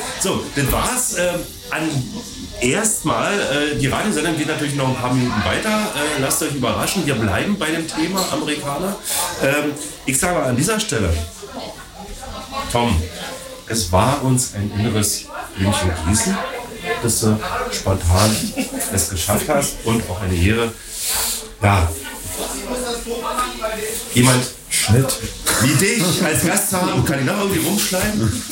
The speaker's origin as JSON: {"language": "German", "region": "Berlin", "country": "Germany", "moved": "yes", "lives_now": "Görlitz, Germany", "said": "wir sind Berliner, die jetzt in Görlitz wohnen."}